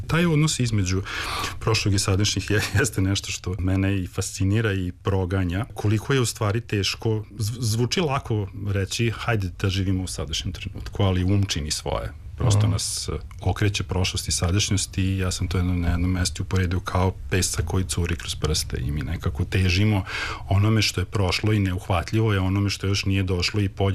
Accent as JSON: {"language": "Serbian", "town": "Novi Sad", "region": "Vojvodina", "country": "Serbia", "tie": "born or raised there", "said": "Ja kao neko ja sam odrastao u Novom Sadu, ali sam jako puno vremena provodio u Tršiću, jer su mi i majka i otac iz Tršića."}